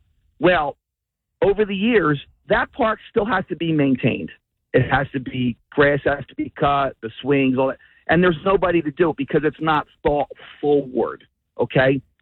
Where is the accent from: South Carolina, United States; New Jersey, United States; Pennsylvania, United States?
New Jersey, United States; Hamilton; now in Surf City, United States; I grew up in Hamilton